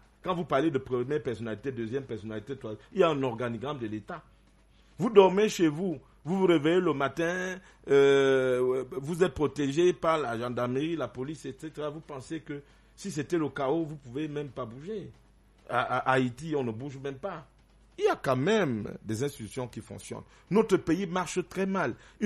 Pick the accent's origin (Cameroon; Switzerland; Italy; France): Cameroon; je dis, nous sommes des Camerounais. D'ailleurs, c'est notre pays à nous tous.